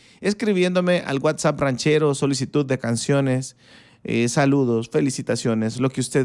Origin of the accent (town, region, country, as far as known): El Salvador